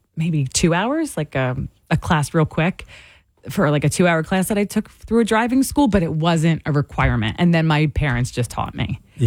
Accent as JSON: {"language": "English", "region": "New Jersey", "country": "United States", "said": "I'm from South Jersey. There's no 7 lanes on the parkway."}